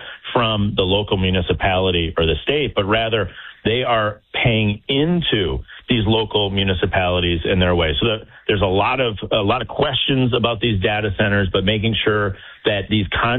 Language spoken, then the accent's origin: English; Wisconsin, United States; born or raised there